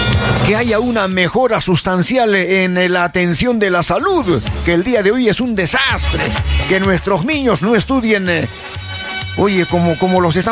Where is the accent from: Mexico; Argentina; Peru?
Peru; No podemos ser tan ingenuos, porque somos pues peruanos.